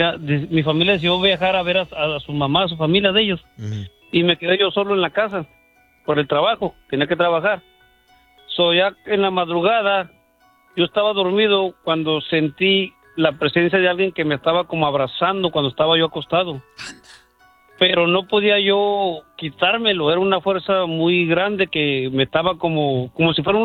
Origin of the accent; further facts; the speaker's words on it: Ciudad Juárez, Chihuahua, Mexico; now in United States; yo soy del estado de Chihuahua, en México, y ya tengo como 15 años aquí en Estados Unidos